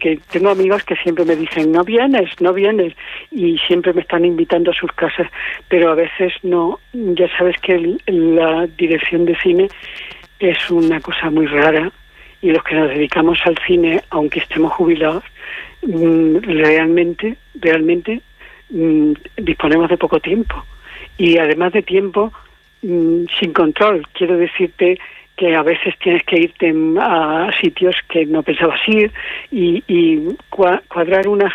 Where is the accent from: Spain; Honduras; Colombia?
Spain; Córdoba, Andalusia; born there; now in Madrid, Spain; Sí, yo soy de Córdoba, nací en la calle Gutiérrez de los Ríos y en el número 20.